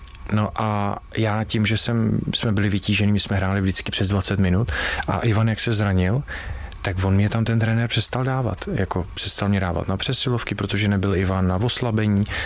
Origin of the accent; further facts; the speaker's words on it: Říčany, Central Bohemian Region, Czechia; Blbý je, že on je z Kladna, Polda je, ten vlastně bydlí u Zličína a já jsem z Říčan, takže to máme celkem daleko